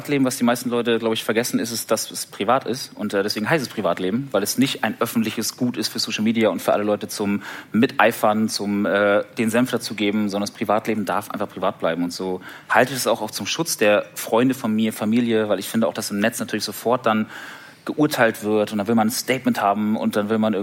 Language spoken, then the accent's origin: German; Schleswig-Holstein, Germany; born or raised there